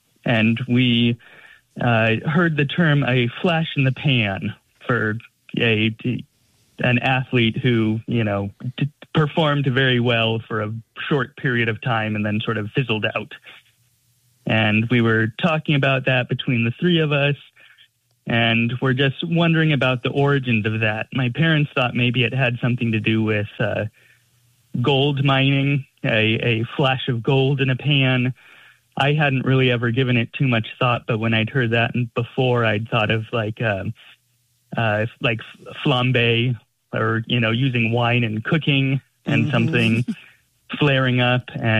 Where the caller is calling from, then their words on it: San Luis Obispo, California, United States; I'm calling from San Luis Obispo, California.